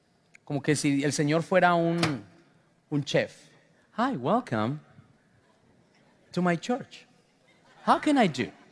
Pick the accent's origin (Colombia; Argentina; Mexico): Colombia; Yo recuerdo que yo soy de Colombia, pero algunos a lo mejor de sus países vivieron lo que yo viví